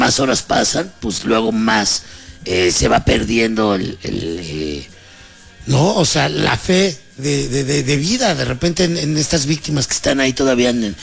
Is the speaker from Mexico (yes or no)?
yes; Mexico; ahí estamos los mexicanos